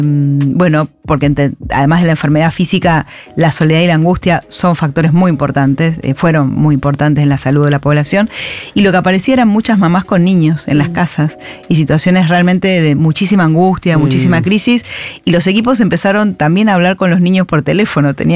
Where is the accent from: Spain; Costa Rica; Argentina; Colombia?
Argentina